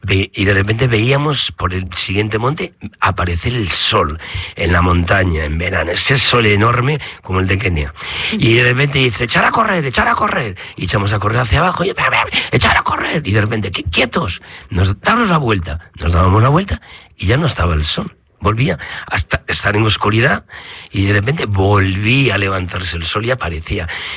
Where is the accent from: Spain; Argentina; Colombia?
Spain; Ourense, Galicia; Yo soy niño de aldea, tengo la suerte de, bueno, soy de Ourense capital, pero soy niño de aldea.